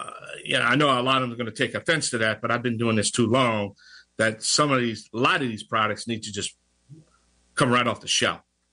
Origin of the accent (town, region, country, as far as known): Louisiana, United States